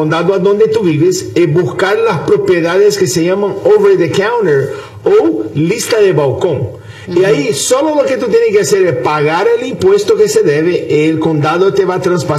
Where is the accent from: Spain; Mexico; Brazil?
Brazil; moved away as an adult; now in United States; yo soy de Brasil. Llegué a Estados Unidos en 1998 con $100 en el bolsillo